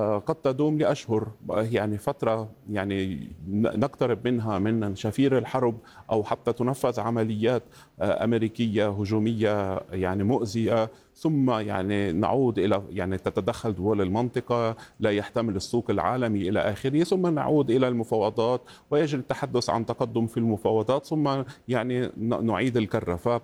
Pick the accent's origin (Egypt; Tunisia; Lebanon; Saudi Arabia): Lebanon; وخاصة أني آتي من لبنان ونحن نعيش في ظل حروب مستمرة